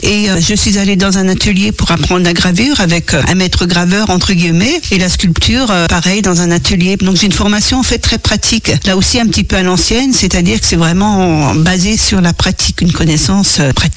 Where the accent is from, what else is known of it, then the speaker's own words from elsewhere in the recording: Grand Est, France; Je viens d'Alsace, donc j'étais dans une petite commune